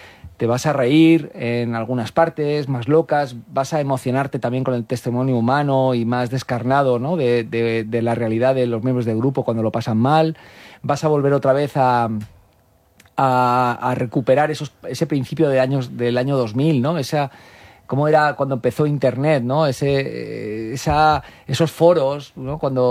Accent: Alicante, Valencian Community, Spain; yo soy de Alicante, los descubrí en Alicante y fui a algún concierto cuando ellos venían, pero para un chaval de provincias...

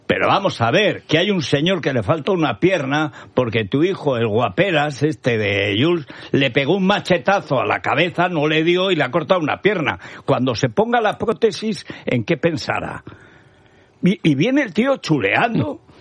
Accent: Teruel, Aragon, Spain; soy de Teruel

